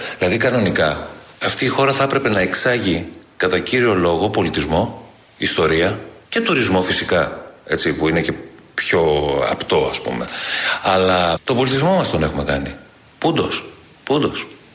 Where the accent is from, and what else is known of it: Greece